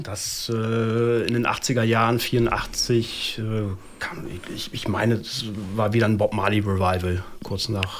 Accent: Enschede, Overijssel, Netherlands; also born or lived in Gronau, Germany; aufgewachsen in Enschede mit meinem Zwillingsbruder.

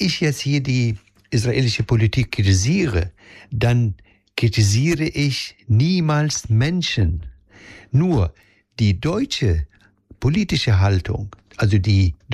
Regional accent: Palestine; now in Germany; als Araber, als Palästinenser

